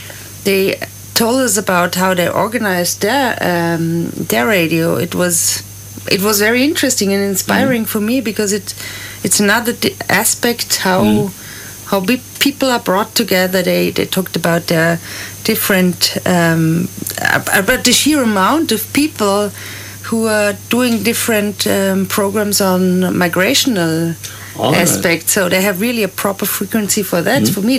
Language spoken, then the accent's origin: English; Salzburg, Austria; English is a second language; Yes, that's my hometown.